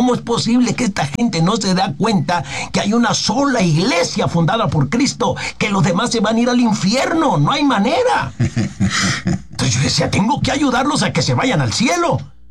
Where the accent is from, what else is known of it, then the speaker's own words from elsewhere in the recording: Mexico; como los mexicanos, que en ocasiones nos iluminan los extranjeros